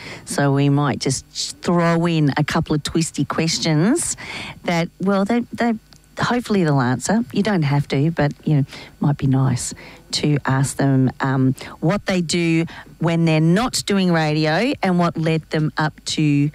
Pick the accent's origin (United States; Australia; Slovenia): Australia; Perth, Western Australia; And I'm from Perth in the heat, and I love the heat, but I struggled.